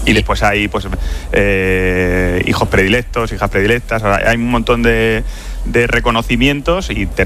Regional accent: Extremadura, Spain; born there; Yo soy extremeño de nacimiento, pero dice el refrán que uno no es de donde nace, sino donde paces.

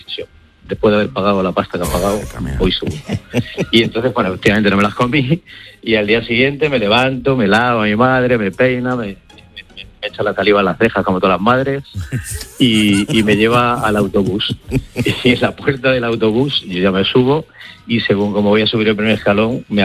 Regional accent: Leganés, Community of Madrid, Spain; born or raised there

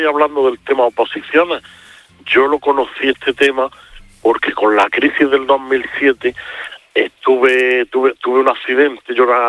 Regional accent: Granada, Andalusia, Spain; Yo, granaíno.

